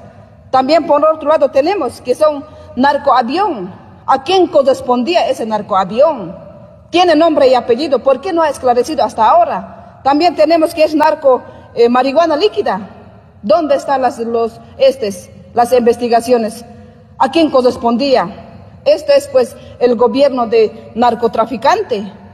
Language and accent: Spanish; Cochabamba, Bolivia; nosotros somos del Trópico de Cochabamba productores